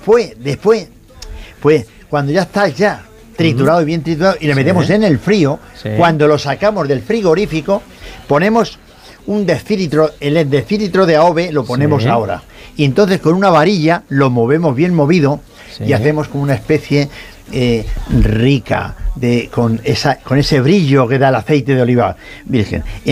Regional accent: Toledo, Castilla-La Mancha, Spain

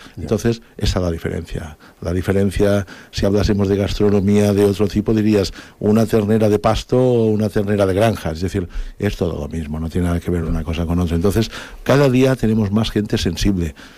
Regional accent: Ibiza, Balearic Islands, Spain; Bueno, de pequeño, aquí en Ibicenco, lo que hemos dicho siempre, un poco cool román.

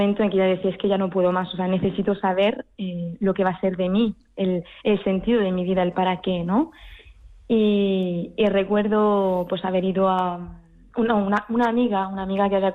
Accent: Paris, Île-de-France, France; moved away as an adult; soy francesa, mi padre es francés, mi madre española, murciana, y yo nací en París y viví ahí hasta, pues, hasta los 22 años, hasta que entré al convento

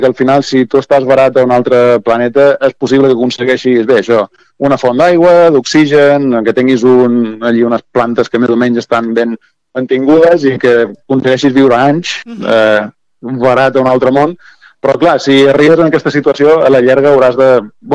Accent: Balearic Islands, Spain; Jo som de Balears, així que més o menys...

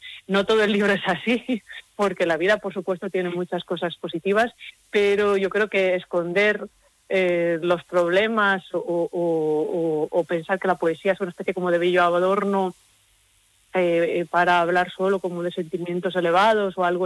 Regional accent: Madrid, Community of Madrid, Spain; born there; yo nací en Madrid, pero mis padres son donostiarras.

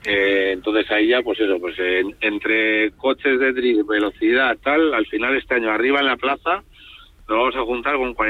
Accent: Logroño, La Rioja, Spain; es la subida de mi pueblo, de mi casa, de Logroño.

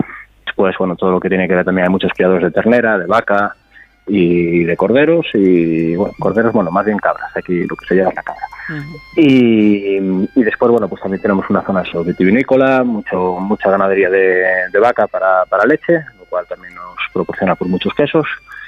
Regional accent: Chantada, Galicia, Spain; Sí, yo nací en Chantada de toda la vida.

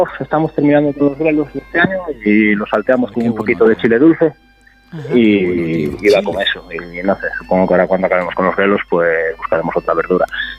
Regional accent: Chantada, Galicia, Spain; Sí, sí, yo nací en Chantada de toda la vida.

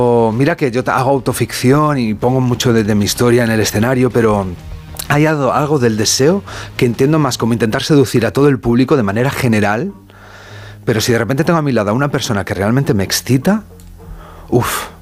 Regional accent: Valladolid, Castile and León, Spain; Además es de León, yo soy castellano, sí. De Valladolid.

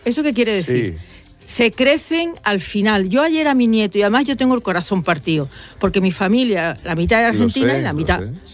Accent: Málaga, Andalusia, Spain; Yo soy de Málaga, pues yo quiero que gane España.

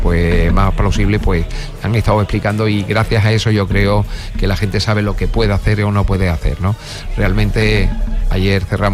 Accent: Málaga, Andalusia, Spain; born there; yo estoy encantado de vivir en Málaga, soy malagueño de nacimiento

